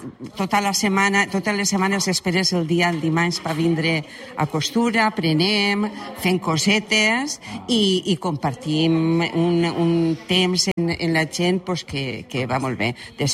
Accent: Bellreguard, Valencian Community, Spain; Jo de Bellreguard.

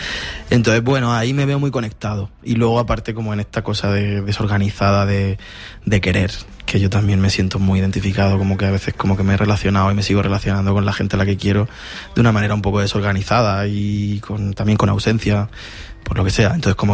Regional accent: Murcia, Region of Murcia, Spain; now in Madrid, Spain; Cuando yo llegué a Madrid, de Murcia, para estudiar el máster de cine, que fue también un poco carambola por una beca, yo no me pensaba dedicar a esto. Ahí en Murcia pensé

